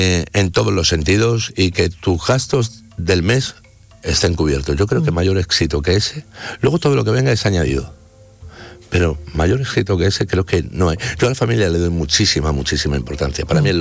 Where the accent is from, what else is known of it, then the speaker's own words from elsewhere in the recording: Málaga, Andalusia, Spain; Me ha hecho mucha ilusión estar aquí en mi tierra, en Málaga, y aquí en Canal Sur con vosotros.